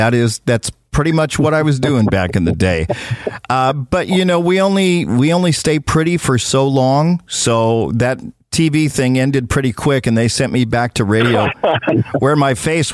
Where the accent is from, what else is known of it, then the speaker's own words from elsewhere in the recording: California, United States; I grew up in the East Bay.